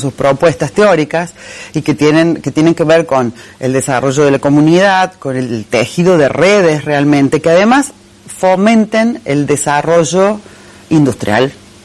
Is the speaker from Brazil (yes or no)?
no; Córdoba, Argentina; accent: tonada cordobesa; now in Santa Fe, Argentina; me decían recién que tenía mucha tonada cordobesa, y sí, pues soy de Córdoba y trabajo acá en la UNL hace 13 años, 14